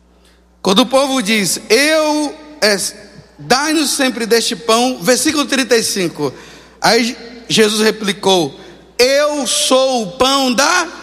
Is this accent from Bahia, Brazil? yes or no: yes; Bahia, Brazil; Eu sou baiano.